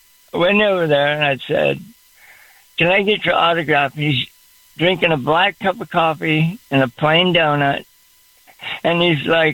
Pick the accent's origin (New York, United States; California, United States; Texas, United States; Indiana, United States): California, United States; San Jose; now in Auburn, United States; Growing up in the Bay Area in San Jose, my older brother, Steve, we're both deadheads.